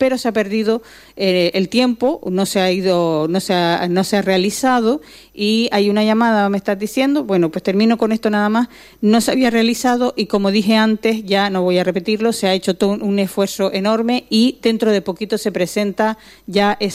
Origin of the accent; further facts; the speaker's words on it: Ingenio, Canary Islands, Spain; No le puedo decir mucho más porque desconozco cómo están los taxis en Agüimes. Yo soy de Ingenio.